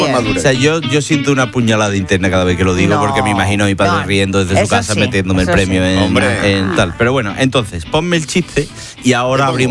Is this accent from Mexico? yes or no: no; Seville, Andalusia, Spain; Sabéis que, evidentemente, soy de Sevilla.